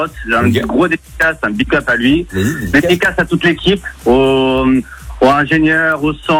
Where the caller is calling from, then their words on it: Nice, Provence-Alpes-Côte d'Azur, France; 33 ans. J'habite à Nice.